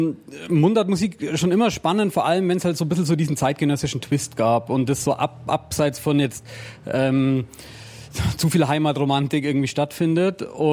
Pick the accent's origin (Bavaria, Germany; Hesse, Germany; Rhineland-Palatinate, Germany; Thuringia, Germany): Bavaria, Germany; Fischen; moved away as an adult; now in Nuremberg, Germany; Genau, ich komme aus einem Dorf in der Nähe von Oberstdorf. Fischen heißt es.